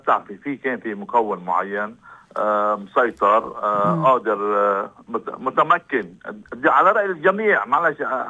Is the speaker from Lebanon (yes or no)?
yes; Lebanon; بس بلبنان نحن نتعامل كلبنانية